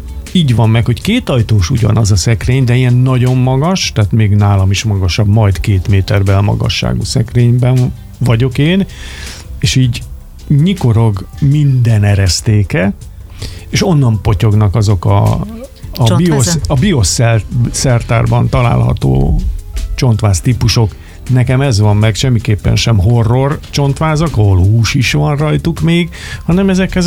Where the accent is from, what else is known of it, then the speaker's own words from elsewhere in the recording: Hungary; én magyar vagyok.